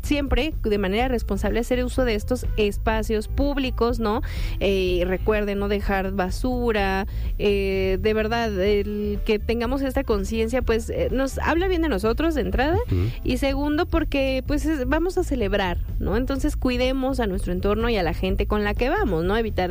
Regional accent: Mexico

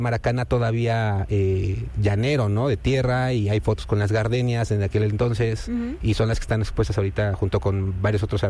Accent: Mexico City, Mexico; born there; Yo nací aquí muy cerca en Tepito

